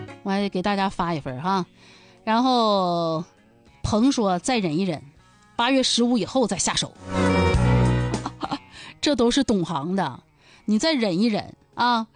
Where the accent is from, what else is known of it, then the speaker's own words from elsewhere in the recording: Dalian, Liaoning, China; 这就是咱们大连人的周末，一半交给山海，一半留给烟火